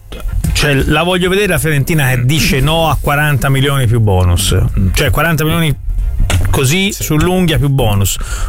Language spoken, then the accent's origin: Italian; Florence, Tuscany, Italy; born there; lo dite a me che ci sono nato in centro a Firenze.